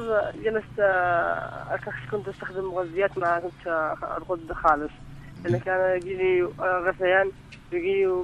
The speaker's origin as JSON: {"language": "Arabic", "region": "Ibb", "country": "Yemen", "lives_now": "Sanaa, Yemen", "said": "انا من اب."}